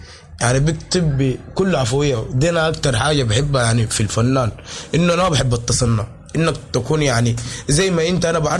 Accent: Sudan; واحنا كسودانيين

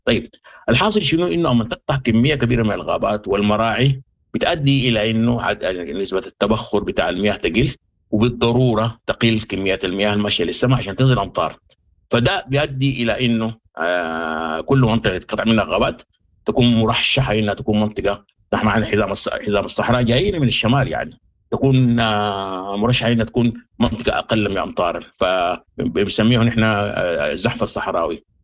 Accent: Sudan; نحن دورنا كبير كسودانيين

